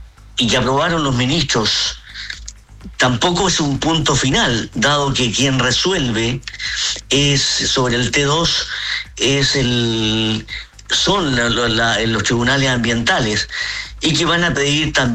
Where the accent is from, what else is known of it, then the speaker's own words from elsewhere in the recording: Valparaíso, Chile; Como buenos porteños, sí. Estamos acostumbrados a algo, en algo a esto.